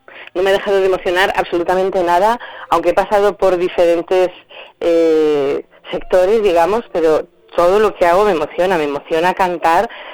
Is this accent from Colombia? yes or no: no; Zamora, Castile and León, Spain; Por un lado, como zamorana, tener la posibilidad de tener un festival en mi casa, en mi tierra, en mi ciudad, como Little Opera